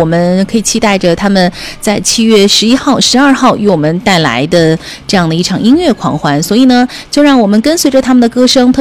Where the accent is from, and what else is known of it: Xinjiang, China